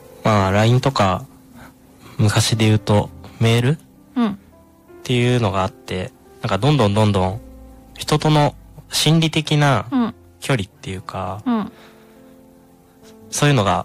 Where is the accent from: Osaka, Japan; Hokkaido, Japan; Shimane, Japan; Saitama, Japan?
Osaka, Japan; まあ、あとはね、大阪で育った僕には、ナイトスクープっていう番組があるんですよ。